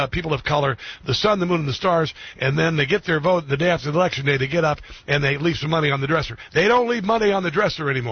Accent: United States

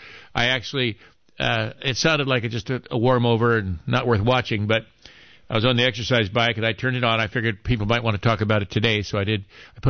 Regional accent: United States; Also, being an American and given the situation we find ourselves in today, I like to veer off into politics.

